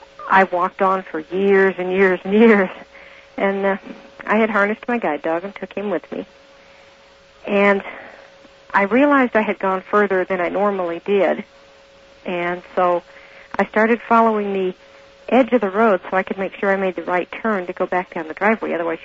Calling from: Denver, Colorado, United States; Good morning, Art. … in Denver.

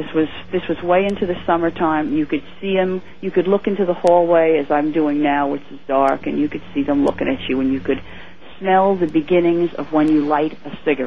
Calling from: Woodbridge, New Jersey, United States; from Woodbridge, New Jersey.

